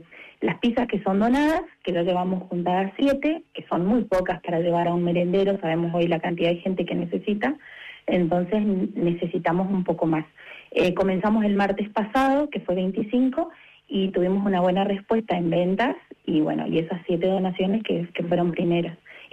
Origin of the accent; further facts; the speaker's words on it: Chaco, Argentina; moved away; nosotros somos chaqueños, y estamos acá hace 20 años.